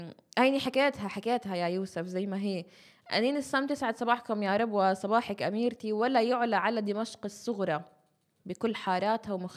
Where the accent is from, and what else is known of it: Nablus, Nablus Governorate, Palestine